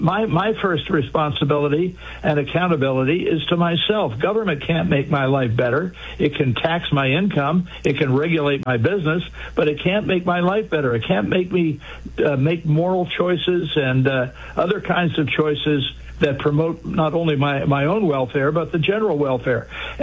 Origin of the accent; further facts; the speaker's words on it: Washington, United States; And I was born in Washington. I grew up there, went to school there. and spent most of my life in Washington, the Washington area.